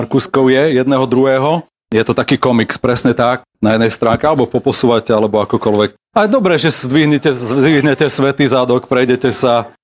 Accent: Liptovský Hrádok, Žilina Region, Slovakia; moved away as an adult; now in Bratislava, Slovakia; keď som ako študent prišiel do Bratislavy na začiatku statier z Vašca, keď som z Liptovského hradku, tam som chodil na Gimpel, keď som sem prichádzal prvýkrát

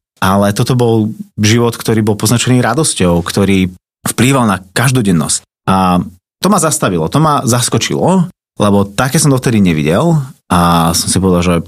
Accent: Trnava, Trnava Region, Slovakia; Tak ja som z Trnavy a tam pochádzam asi takej úplne že klasickej trnavskej rodiny, katolíci od malička.

